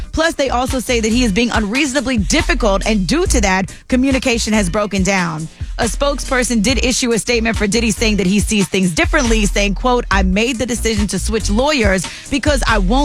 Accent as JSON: {"language": "English", "country": "Ireland", "said": "But as Irish people, we all know too well about genocide, forced famine, and violent occupation."}